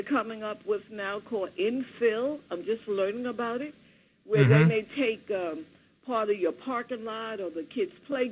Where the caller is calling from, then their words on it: Bronx, New York, United States; I'm calling from the Bronx, and I'm calling from the Mitchell Lama development.